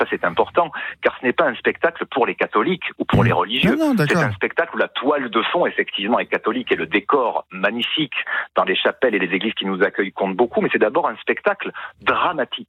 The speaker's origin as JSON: {"language": "French", "town": "Marseille", "region": "Provence-Alpes-Côte d'Azur", "country": "France", "tie": "born or raised there", "said": "parce que moi, je suis marseillais, j'ai grandi à Marseille, j'y ai encore beaucoup d'attaches"}